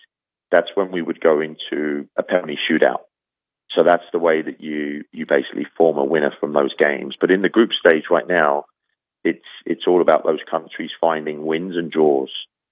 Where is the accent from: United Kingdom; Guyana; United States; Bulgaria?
United Kingdom; England; as an Englishman